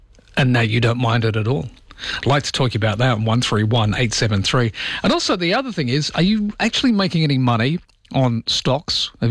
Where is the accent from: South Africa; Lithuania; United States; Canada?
South Africa; moved away; When I grew up in South Africa